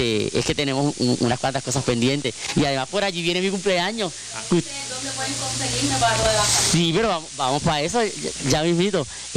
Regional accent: San Germán, Puerto Rico; nosotros como puertorriqueños y como sanjermeños

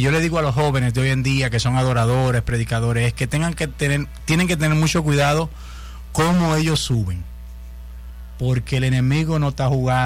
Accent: Dominican Republic; moved away; donde yo vengo, a donde yo me crié, yo soy batellero.

